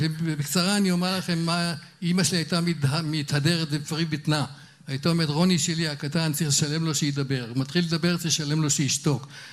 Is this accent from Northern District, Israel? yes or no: yes; Rosh Pinna, Northern District, Israel; ואני נולדתי במושבה, נולדתי ממש בביתי